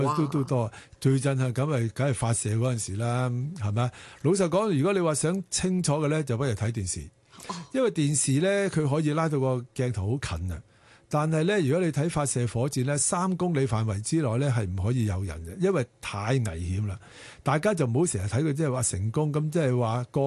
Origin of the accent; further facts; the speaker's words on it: Hong Kong; 我哋香港人